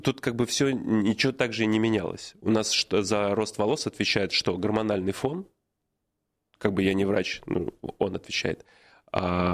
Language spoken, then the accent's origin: Russian; Belarus; moved away as an adult; Я же из Беларуси, и там, собственно, свою карьеру начинал еще в 18 лет, в возрасте 18 лет.